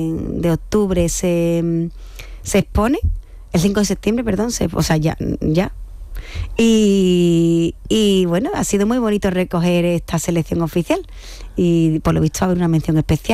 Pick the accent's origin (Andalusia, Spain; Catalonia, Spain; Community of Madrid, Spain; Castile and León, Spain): Andalusia, Spain; Jerez de la Frontera; soy de aquí, de Cádiz, ¿sabes? De Jerez de la Frontera. Y en Cádiz, en Jerez de la Frontera, se dice entrenadora, no se dice coach